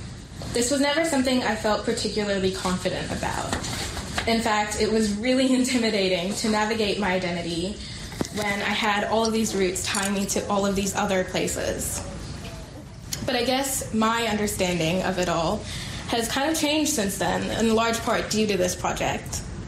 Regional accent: India; moved away; also born or lived in Malawi / Bangladesh; I'm originally from India, but I've lived all over the world, first in Malawi, then in Bangladesh, and now here.

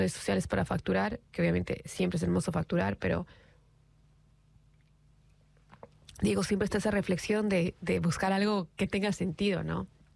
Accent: Galápagos, Ecuador; Una noticia súper bacán también que ocurrió en mi país durante esos últimos meses es que después de 175 años las tortugas gigantes de Galápagos regresaron a casa, al archipiélago donde estuvo Darwin. Para nosotros las Galápagos es parte de nuestra identidad

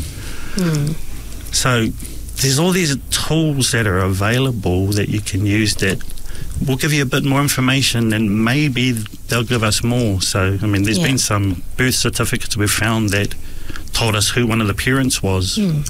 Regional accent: Hastings, Hawke's Bay, New Zealand; I grew up in Flaxmere with my parents. There was six kids at home.

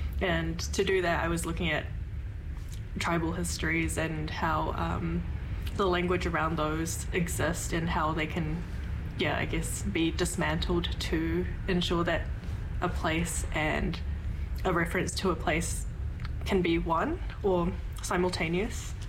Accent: Auckland, New Zealand; I'm Māori Samoan, Ngāti Hako descent, primarily. I grew up in West Auckland, Rānui

